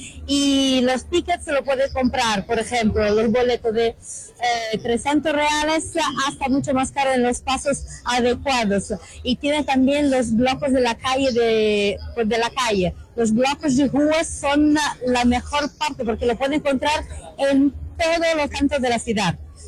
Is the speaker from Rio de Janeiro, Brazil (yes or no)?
yes; Rio de Janeiro, Brazil; soy carioca, soy de Río de Janeiro, la ciudad maravillosa y la ciudad con el carnaval más famoso del mundo.